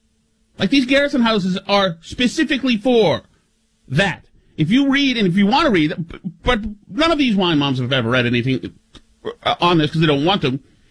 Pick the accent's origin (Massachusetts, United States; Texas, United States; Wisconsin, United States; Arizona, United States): Massachusetts, United States; Winchester; born or raised there